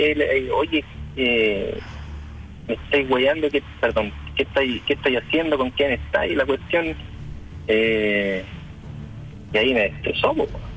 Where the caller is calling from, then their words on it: Chile; nosotros no somos de Santiago, somos cerquita en la costa